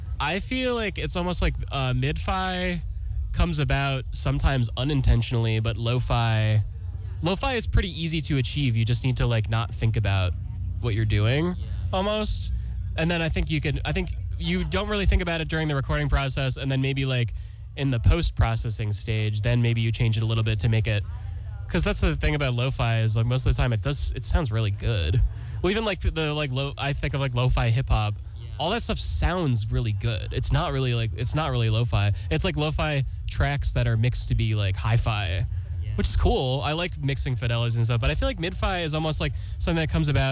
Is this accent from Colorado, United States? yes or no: no; Kenmore, New York, United States; Kenmore. It's Buffalo.